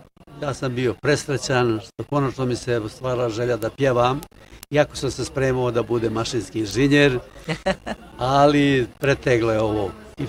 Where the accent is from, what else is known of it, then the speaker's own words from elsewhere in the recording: Bugojno, Federation of Bosnia and Herzegovina, Bosnia & Herzegovina; born there; a inače sam rođen u Bugojnu neke davne 41. godine.